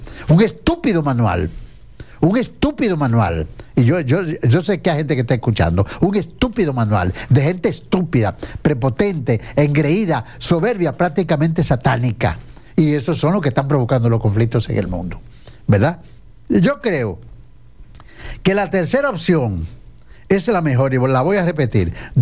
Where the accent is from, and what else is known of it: Dominican Republic